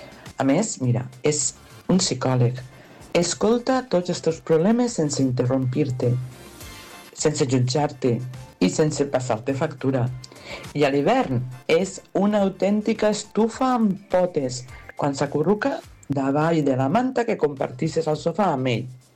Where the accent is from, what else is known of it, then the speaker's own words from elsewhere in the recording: Pego, Valencian Community, Spain; Jo també sóc de Pego.